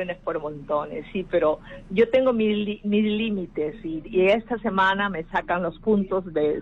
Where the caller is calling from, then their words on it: Piura, Peru; Desde Piura.